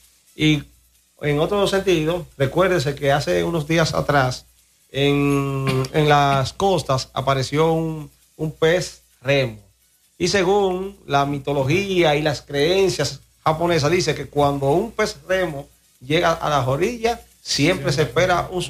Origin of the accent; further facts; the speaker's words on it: Dominican Republic; nosotros como dominicanos, y más lo que vivimos en la costa